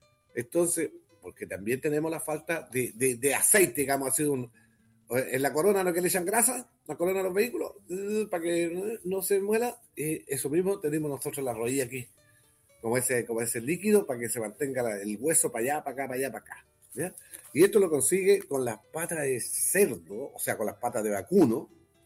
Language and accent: Spanish; Maule, Chile; nosotros que somos de Maule